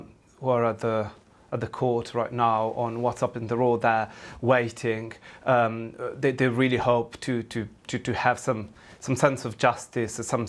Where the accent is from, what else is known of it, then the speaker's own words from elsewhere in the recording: Genoa, Liguria, Italy; moved away; So coincidentally, I'm also from Genoa.